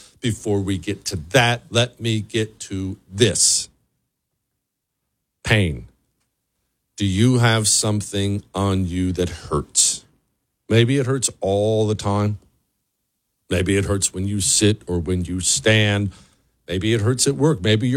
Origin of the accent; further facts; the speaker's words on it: Bozeman, Montana, United States; I grew up in Bozeman, which was small back then. It's way bigger now and kind of got ruined, but small back then.